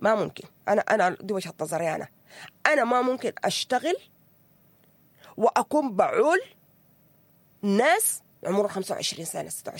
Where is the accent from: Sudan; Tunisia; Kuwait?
Sudan; نحن يا إيناس تخيل لي كده كسودانيين